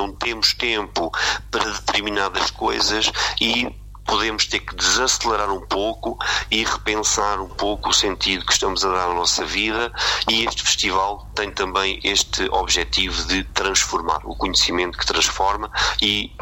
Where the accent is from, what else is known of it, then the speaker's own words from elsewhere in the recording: Aldeia do Mato, Centro, Portugal; eu sou natural da Aldeia do Mato